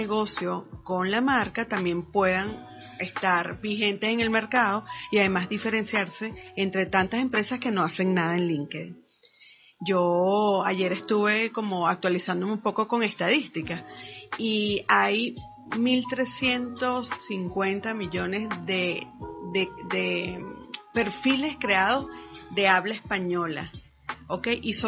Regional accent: Venezuela; nosotros como venezolanos

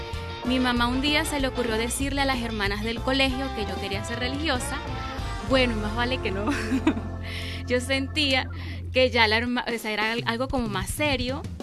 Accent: Espino, Guárico, Venezuela; now in Caracas, Venezuela; tengo la dicha de ser del estado Guárico, soy llanera, y bueno, me crié en un pueblo de aledaño a Valle de la Pascua que se llama Espino, y un pueblo muy, muy folclórico, súper llanero, muy sencillo, de gente muy humilde. Y en ese periodo de mi tiempo, bueno, allí viví sobre todo la infancia

